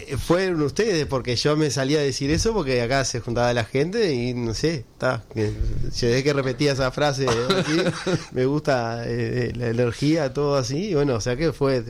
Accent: Canelones, Uruguay; born or raised there

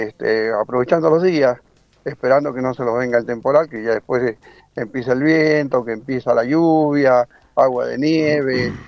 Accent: San Juan, Argentina; born there; moved away as an adult; now in Ushuaia, Argentina; Acá yo llevo 40 años, yo soy nacido en San Juan y me vine por una situación económica

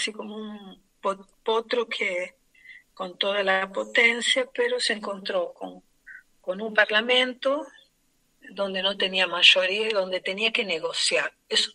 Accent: Argentina; born there; nací en Argentina y mi familia era de trabajadores de fábrica, obrero, la gran mayoría.

